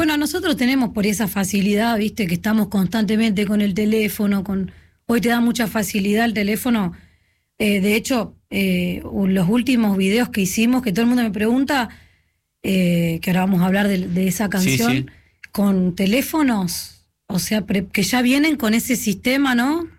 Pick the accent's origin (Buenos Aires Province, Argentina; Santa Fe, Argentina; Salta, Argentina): Buenos Aires Province, Argentina; José C. Paz; allá de donde soy yo, en Zona Norte, en José C. Paz